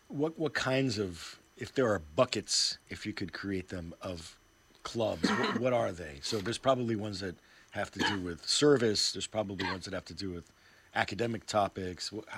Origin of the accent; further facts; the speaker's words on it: Pennsylvania, United States; born there; moved away; I spent a lot of my childhood in Pennsylvania actually as well, so and my mother still lives there